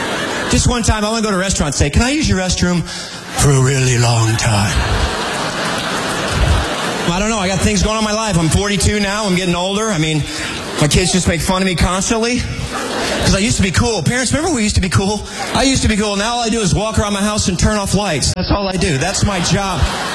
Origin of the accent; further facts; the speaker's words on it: Midwest, United States; I'm from the Midwest. We always say that real quick.